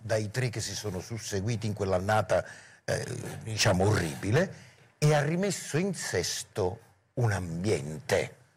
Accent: Naples, Campania, Italy; Noi siamo napoletani, la nostra storia è la storia di una città porosa, una città che prende tutte le culture.

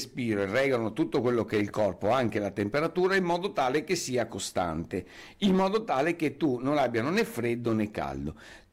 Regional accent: Venice, Veneto, Italy; anch'io cresciuto a Venezia

